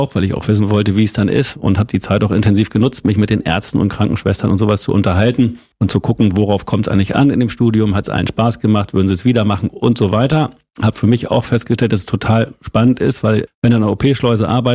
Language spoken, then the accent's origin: German; Holthusen, Lower Saxony, Germany; Richtig, also unser Bauernhof, auf dem wir aufgewachsen sind, oder ich aufgewachsen bin in Holthusen 1, Lüneburger Heide, das ist so ein typischer Bauernhof gewesen